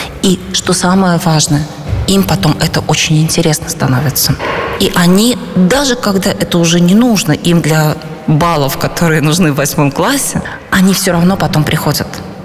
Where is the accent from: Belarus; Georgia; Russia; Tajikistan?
Belarus; moved away; Мы принимали решение о эмиграции, осознавая, почему мы это делаем, да, что вот мы белорусы, мы не можем жить в своей стране, мы вынуждены эмигрировать.